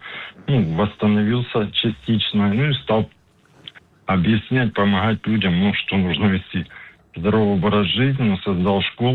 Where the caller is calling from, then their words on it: Donetsk, Donetsk Oblast, Ukraine; из Донецка.